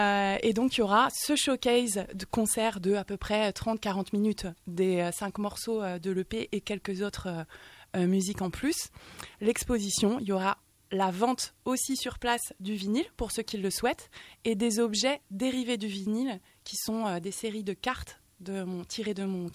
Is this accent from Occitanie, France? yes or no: no; Rennes, Brittany, France; also born or lived in Périgueux; Mais je suis née en Dordogne, à Périgueux. J'avais des parents militaires, donc j'ai un peu déménagé. Mais c'est en Bretagne, à Rennes, où j'ai passé le plus de temps.